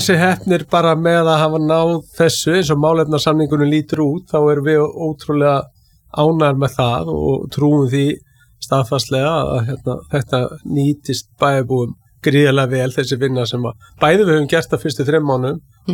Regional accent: Keflavík, Southern Peninsula, Iceland; Jú, sko, ég er heim megin við, ég er Keflvíkingur

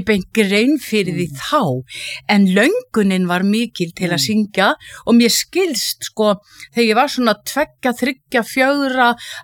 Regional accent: Hvolsvöllur, Southern Region, Iceland; En ég fædd og uppalinn í Rangárvallasýslunni og að mestu leiti á Hvolsvelli.

